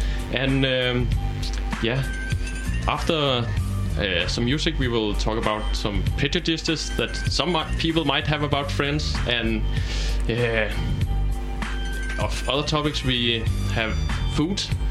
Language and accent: English; Denmark; moved away as an adult; now in Cluj-Napoca, Romania; I come from Denmark.